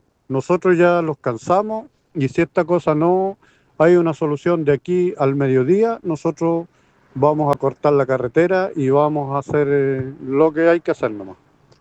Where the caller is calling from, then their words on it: Chile; Yo vivo de Huellagüe, camino a Calasquén